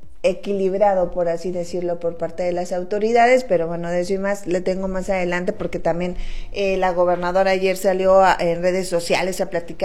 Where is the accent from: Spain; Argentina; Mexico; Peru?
Mexico; Como buenos mexicanos estamos legislando en los últimos días